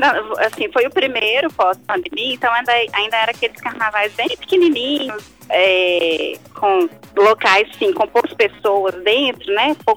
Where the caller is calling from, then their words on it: Belo Horizonte, Minas Gerais, Brazil; accent: mineiro; Sou mineira, Belo Horizonte.